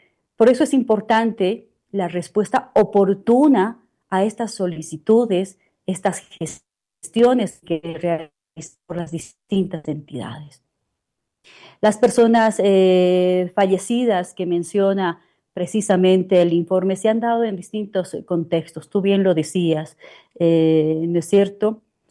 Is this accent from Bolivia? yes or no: yes; Bolivia; todos somos bolivianos